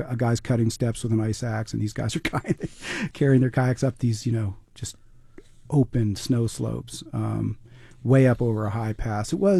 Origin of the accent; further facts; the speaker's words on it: New York, United States; So I grew up in Brooklyn Heights, which is You know, it's a genteel neighborhood above the piers, right across from the financial district in Brooklyn.